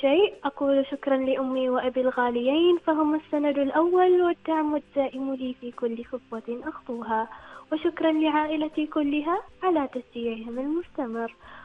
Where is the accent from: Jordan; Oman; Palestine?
Oman; بلادي عمان